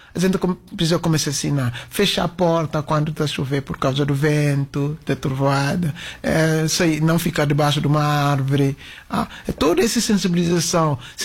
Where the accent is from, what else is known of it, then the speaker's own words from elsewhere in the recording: Bissau, Guinea-Bissau; eu cresci em Bissau